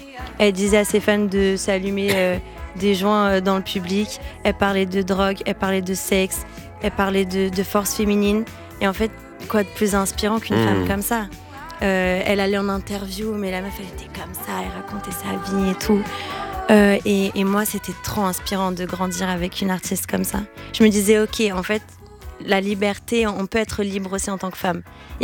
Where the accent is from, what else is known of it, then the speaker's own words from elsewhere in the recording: Brazil; now in France; moi en tant que Brésilienne en France